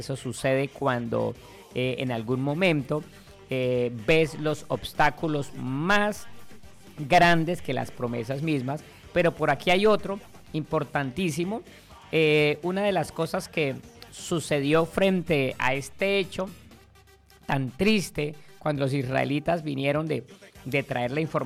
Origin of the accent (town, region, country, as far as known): Colombia